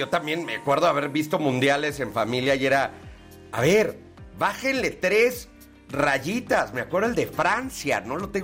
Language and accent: Spanish; Mexico; hay una responsabilidad como mexicanos, hay una responsabilidad como anfitriones.